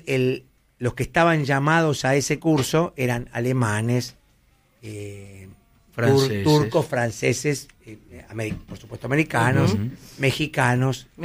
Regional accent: El Palomar, Buenos Aires Province, Argentina; Yo soy de Palomar.

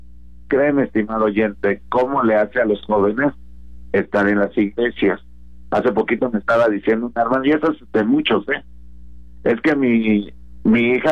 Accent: Nezahualcóyotl, State of Mexico, Mexico; now in Ixtapaluca, Mexico; yo soy de Nesa, ¿verdad? Y muchos, ahora ya vivo acá en la zona de Iztapaluca, pero muchos años, estimado oyente, en Nesa

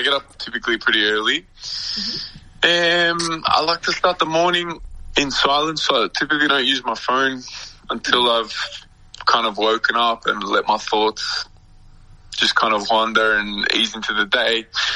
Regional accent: Australia; accent: Australian; moved away; people have told me, like, you know, even my mom or friends or whatever, that I've lost my Australian accent. To me, I don't really notice it. Maybe it was a bit stronger when I was in Australia

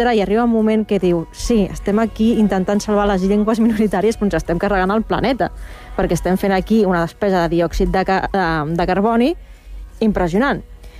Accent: Catalonia, Spain; És que el tema també ens interpel·la com a catalans.

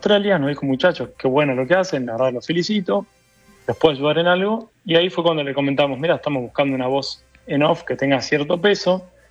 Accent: Buenos Aires, Argentina; Somos de la costa. De la costa. Buenos Aires.

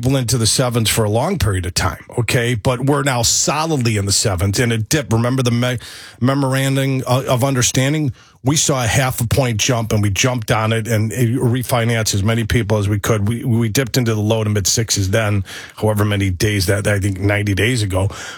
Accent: New York, United States; born there; moved away; I was born in New York

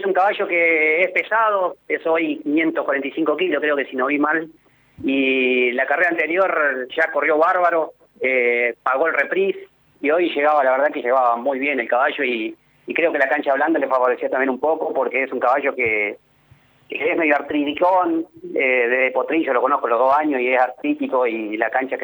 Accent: Florencia, Santa Fe, Argentina; moved away; Vine de un pueblito retirado bien al norte, de Santa Fe, Florencia.

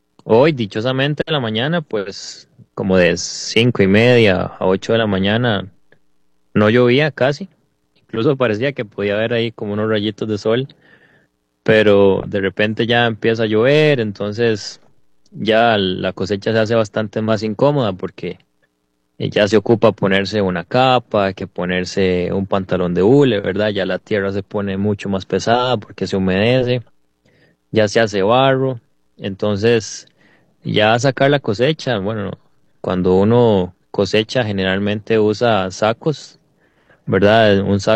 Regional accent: Pacayas, Cartago, Costa Rica; Bueno, nosotros somos de Pacayas, pero producimos en la parte del volcán Turrialba y el volcán Irazú.

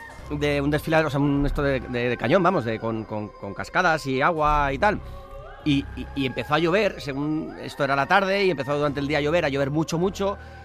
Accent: San Sebastián, Basque Country, Spain; Yo soy de Donosti, soy hombre de mar

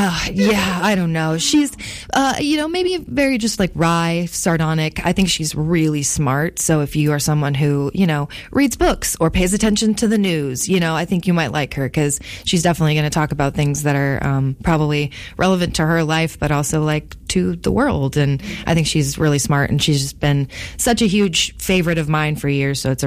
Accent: Florida, United States; also born or lived in Los Angeles; now in Grand Rapids, United States; Yeah, so I'm a Grand Rapids transplant. I'm from Florida originally by way of Los Angeles and have been here about 9 years all told.

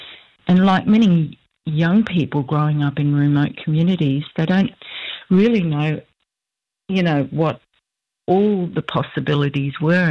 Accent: Weipa, Queensland, Australia; also born or lived in Old Mapoon, Australia; growing up in Weeper and Old Marpoon in far north Queensland, my childhood was adventurous and it was fun.

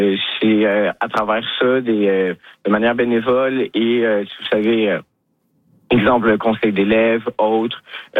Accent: Sainte-Agathe-des-Monts, Quebec, Canada; born there; also born or lived in Laval / Saint-Eustache / Mirabel; je suis né à Laval, mais j'ai jamais vécu dans un centre urbain particulier. J'ai vécu autour de Saint-Eustache, autour de Mirabel, mais dans la campagne. J'ai passé toute mon adolescence dans Saint-Agathe-des-Monts.

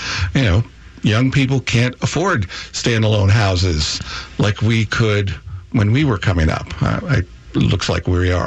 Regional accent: Massachusetts, United States; now in Frederick, United States; I'm from Taxachusetts

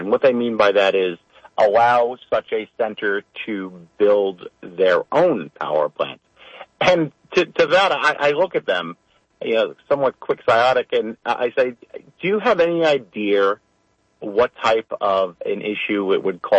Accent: Mastic Beach, New York, United States; the community that I grew up in Mastic Beach

